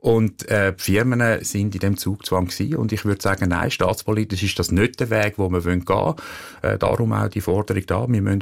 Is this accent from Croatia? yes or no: no; Switzerland; schwierig für uns als Schweizer, als Europäer.